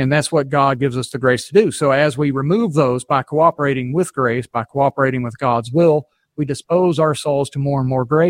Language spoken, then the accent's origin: English; Tennessee, United States; I'm from Tennessee